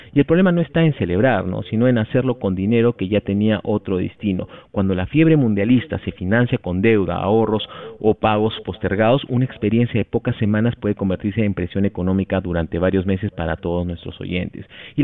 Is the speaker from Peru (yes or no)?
yes; Peru; nuestra conexión como peruanos con el Mundial